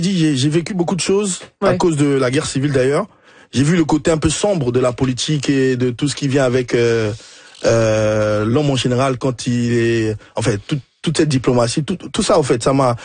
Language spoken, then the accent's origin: French; DR Congo; also born or lived in United States; chez nous au Congo. Je dis, dans chaque rue, il y a une église, il y a un bar, il y a une discothèque